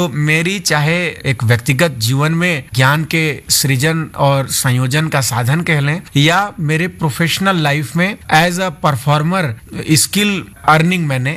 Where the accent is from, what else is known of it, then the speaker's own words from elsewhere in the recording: Varanasi, Uttar Pradesh, India; born there; also born or lived in Sonbhadra district, Uttar Pradesh; मेरा जन्म उत्तर प्रदेश के सोनभद्र जिले में हुआ और मेरी शिक्षा दीक्षा 12वीं तक की श्री हनुमान प्रसाद पोद्दारंद विद्यालय दुर्गाकुंड वाराणसी से हुई